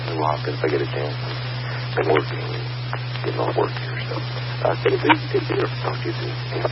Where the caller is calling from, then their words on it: Virginia, United States; You might remember I'm from Virginia